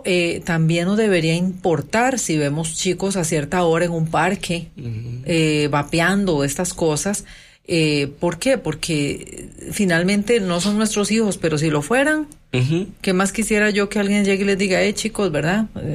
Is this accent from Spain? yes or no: no; Costa Rica